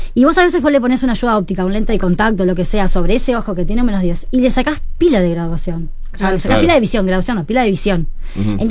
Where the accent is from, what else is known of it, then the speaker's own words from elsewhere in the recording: Argentina; now in Uruguay; Yo soy argentina